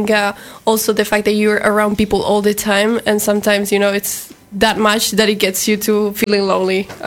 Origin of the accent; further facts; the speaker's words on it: Argentina; English is a second language; I'm from Argentina.